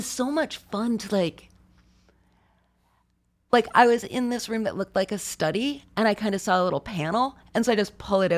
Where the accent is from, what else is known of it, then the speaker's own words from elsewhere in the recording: New York, United States; Because I'm from New York.